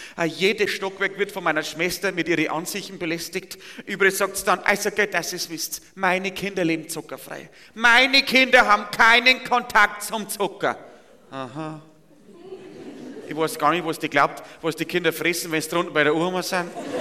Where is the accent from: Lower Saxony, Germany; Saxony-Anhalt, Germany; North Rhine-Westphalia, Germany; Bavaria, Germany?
Bavaria, Germany; ich komme vom Bauernhof, aus der Nähe von Passau, aus dem Bayerischen Wald. Und da wohne ich in einem Mehrgenerationenhaus.